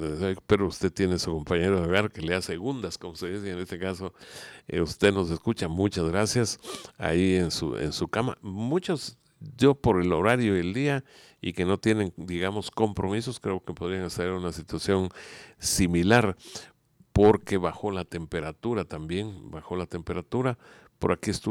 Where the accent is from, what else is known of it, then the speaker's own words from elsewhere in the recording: Guatemala; y hay que apoyarles como guatemaltecos.